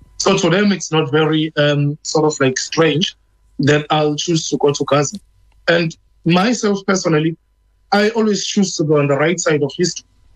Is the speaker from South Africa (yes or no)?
yes; KwaZulu-Natal, South Africa; I'm one activist from South Africa in KZN, and the truth is not to be quiet.